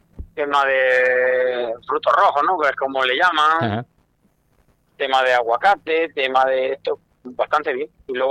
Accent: Almería, Andalusia, Spain

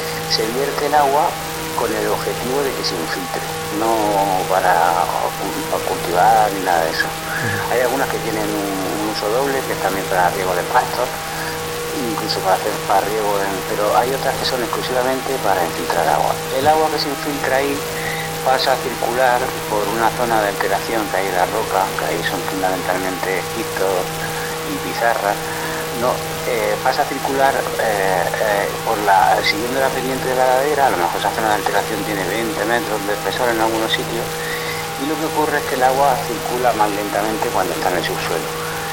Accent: Guadix, Andalusia, Spain; la zona de Guadix, que de donde soy yo

